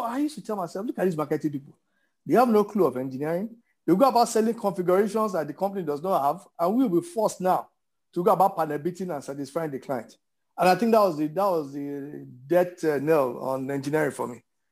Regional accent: Lagos, Nigeria; growing up in Lagos was interesting. Like I said, fairly, I felt at that time, middle class background

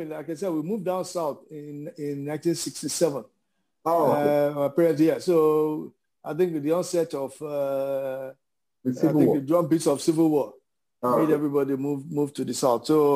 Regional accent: Lagos, Nigeria; growing up in Lagos was interesting. Like I said, fairly, I felt at that time, middle class background

